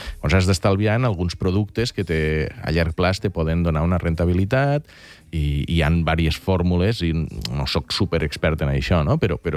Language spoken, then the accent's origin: Catalan; Catalonia, Spain; also born or lived in United States; jo soc de les Terres de l'Ebre.